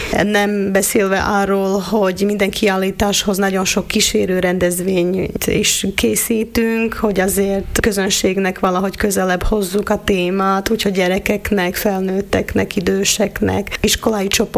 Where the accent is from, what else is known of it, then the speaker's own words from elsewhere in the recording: Lučenec, Banská Bystrica Region, Slovakia; moved away as an adult; Az marad mindig a szülővárosom, úgyhogy mindig, ha visszatérek Losoncra, akkor ott érzem, hogy itt születtem, itt nevelkedtem, itt töltöttem a gyerekkoromát